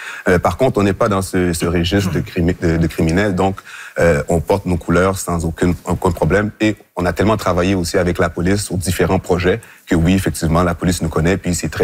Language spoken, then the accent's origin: French; Montreal, Quebec, Canada; j'ai grandi à Rivière-des-Prairies